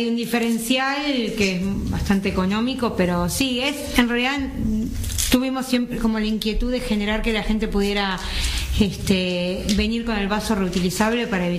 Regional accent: Tigre, Buenos Aires Province, Argentina; Sí, yo soy de Tigre, Benavides

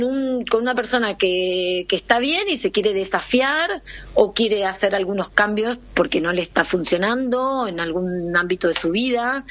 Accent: Corrientes, Argentina; moved away as an adult; now in Buenos Aires, Argentina; yo soy correntina, estoy viviendo acá hace 5 años, Allá tenemos el hermosísimo río Paraná. Nuestra vida circunda alrededor del río y en el río, porque hace muchísimo calor en el norte.

